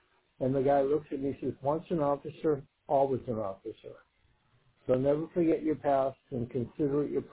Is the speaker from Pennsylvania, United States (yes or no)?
no; Nantucket, Massachusetts, United States; moved away as an adult; now in England, United Kingdom; I'm from Nantucket Island, Massachusetts, the Commonwealth of Massachusetts, and I'm proud of it. And I've been 25 years in England.